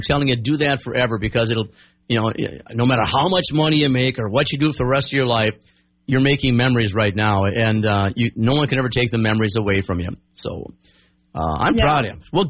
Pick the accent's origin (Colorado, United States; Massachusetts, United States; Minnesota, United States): Minnesota, United States; Of course, we're from Minnesota here.